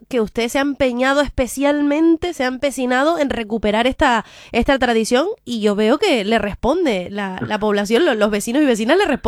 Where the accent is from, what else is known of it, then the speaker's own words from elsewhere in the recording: Canary Islands, Spain; Canarias, yo soy canario, soy canaria